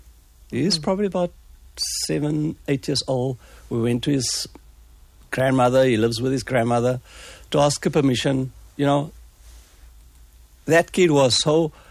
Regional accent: Cape Town, Western Cape, South Africa; But when I grew up in District 6, the uncle of that put up Paul, so we said put up Paul.

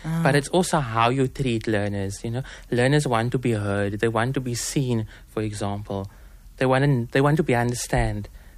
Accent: Cape Town, Western Cape, South Africa; growing up in Manenberg, growing with my granny

